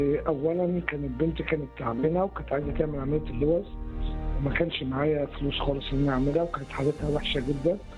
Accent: Egypt; مساء الخير،

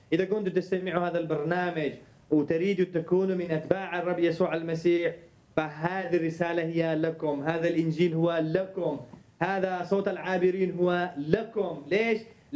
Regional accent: Yemen; صح أنا كإنسان يمني خسرت أهلي, خسرت كل حاجة

